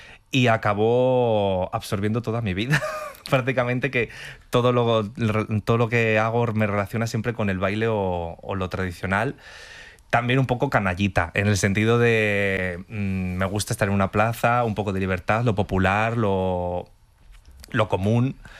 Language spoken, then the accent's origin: Spanish; Valladolid, Castile and León, Spain; Pues me empecé a interesar en todo esto cuando me fui de mi tierra, que yo soy de Valladolid.